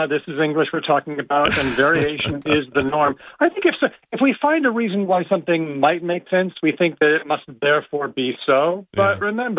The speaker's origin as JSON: {"language": "English", "country": "Australia", "said": "We Australians are pretty sensitive about creeping Americanisms."}